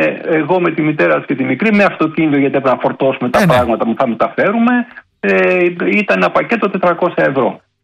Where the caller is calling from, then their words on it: Kalamata, Peloponnese, Greece; εγώ δεν παίρνω από την Αθήνα, είμαι από την Καλαμάτα.